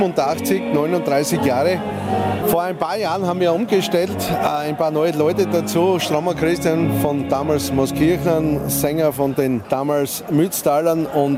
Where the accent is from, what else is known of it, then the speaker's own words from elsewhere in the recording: Voitsberg, Styria, Austria; Wir sind aus Volzberg, das ist 40 Kilometer westlich von Graz, also Richtung Kärnten.